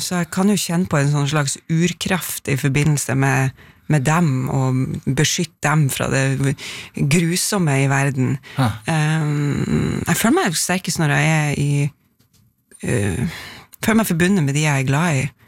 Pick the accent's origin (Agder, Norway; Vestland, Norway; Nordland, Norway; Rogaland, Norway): Nordland, Norway; Bodø; moved away; Tverlandet som jeg titter seg utenfor Bodø der jeg kommer fra, det 5 vindfrie dager I året der.